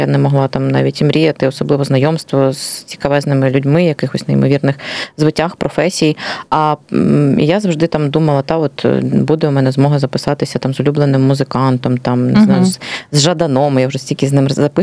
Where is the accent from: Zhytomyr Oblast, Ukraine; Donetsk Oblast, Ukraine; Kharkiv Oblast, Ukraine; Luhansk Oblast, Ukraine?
Kharkiv Oblast, Ukraine; Kharkiv; Я теж з Холодної Гори.